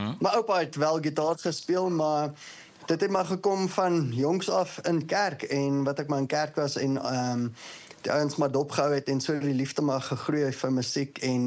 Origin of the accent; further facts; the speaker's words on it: Boksburg, Gauteng, South Africa; So, ek kom van die Oostrand af in Johannesburg, Boksburg. Mm-hmm. Ja, ek is maar nog hier my hele leven lang. So, dis waar ek groot geword het, dis waar ek nog tans bly.